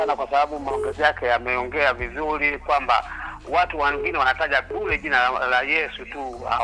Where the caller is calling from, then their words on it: Dodoma, Tanzania; Suli, Dodoma.